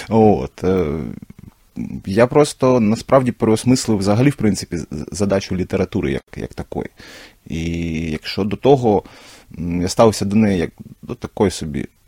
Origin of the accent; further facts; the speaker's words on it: Kerch, Crimea, Ukraine; moved away as an adult; Мій рідний Крим... Я почав ловити себе на думці, що я вже його майже не пам'ятаю.